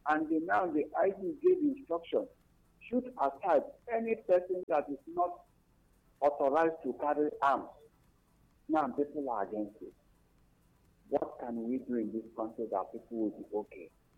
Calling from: Arcadia, Nigeria; I'm calling from Arcadia.

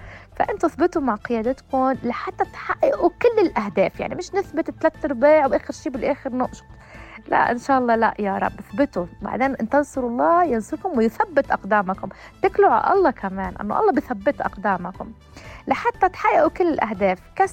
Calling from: South Lebanon, Lebanon; نحن قلال جنوب لبنان

